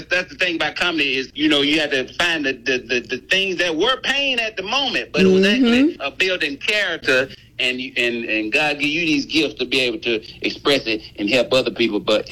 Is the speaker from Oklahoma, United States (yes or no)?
no; Villa Rica, Georgia, United States; You know, I was born in Villa Rica. That's my hometown. Got the key to the city, all that good stuff.